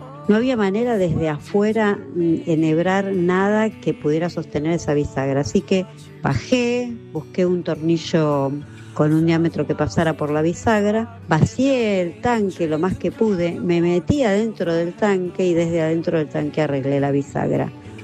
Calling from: Palermo, Buenos Aires, Argentina

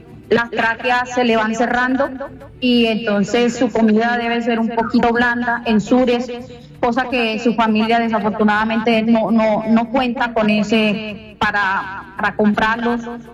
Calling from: Cartagena, Bolívar, Colombia; vivo en Pasacaballo

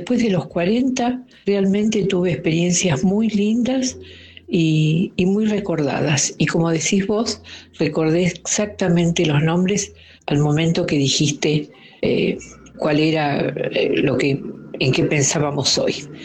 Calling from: Argentina; de San Cristóbal.

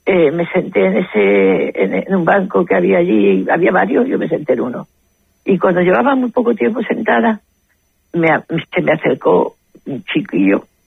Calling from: Ceuta, Spain; me dice, me han dicho que eres de Ceuta

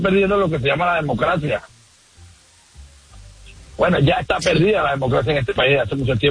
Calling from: Utah, United States; Me llamo desde Utah

